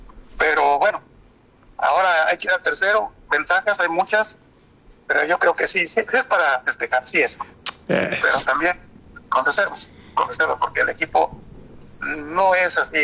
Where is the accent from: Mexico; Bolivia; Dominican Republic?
Mexico; Soy mexicano, me gana corazón, es un orgullo ser mexicano